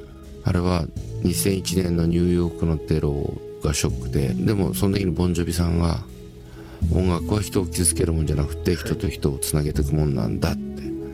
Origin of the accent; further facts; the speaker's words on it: Hino, Tokyo, Japan; 、ね、僕の故郷の日野市の日野高校を卒業した